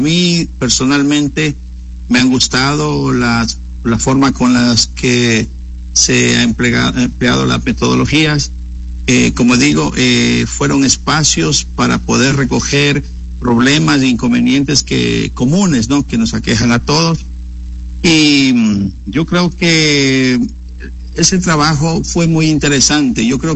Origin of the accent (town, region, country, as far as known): Orellana, Ecuador